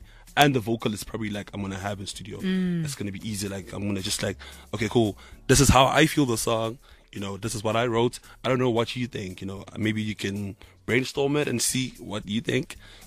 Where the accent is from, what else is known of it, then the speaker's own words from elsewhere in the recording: Johannesburg, Gauteng, South Africa; So I'm from Soweto, actually.